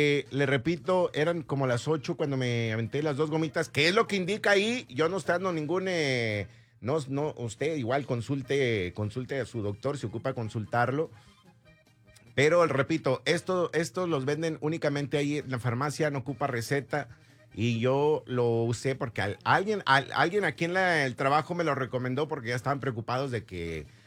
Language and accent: Spanish; Cuautla, Morelos, Mexico; moved away; also born or lived in Puebla; Pero mis raíces son de Puebla, por eso siempre digo a los paisanos poblanos. En Cuautla, allá en Morelos, tampoco nací, pero crecí en Morelos. Allá sí, fui toda la primaria, un año de secundaria, que por cierto, no es secundaria, era telesecundaria.